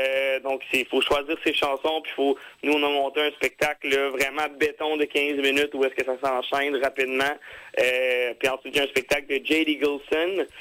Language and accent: French; Quebec, Canada; Il y avait aussi une performance à l'Asso, mais là, l'Asso, on l'avait aussi à cause qu'on est des Québécois.